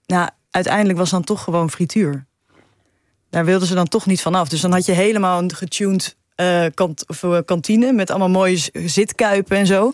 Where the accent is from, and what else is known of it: Netherlands